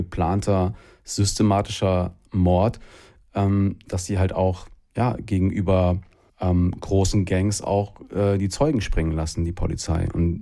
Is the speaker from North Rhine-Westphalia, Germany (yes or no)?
no; Hesse, Germany; born or raised there; moved away as an adult; also born or lived in Los Angeles, United States